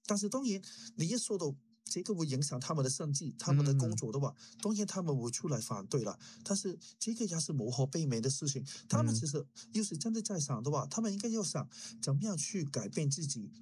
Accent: New Zealand

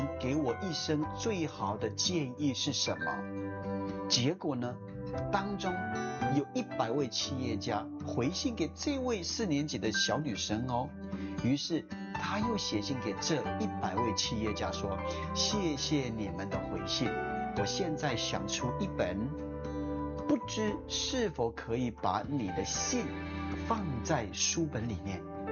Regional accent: China

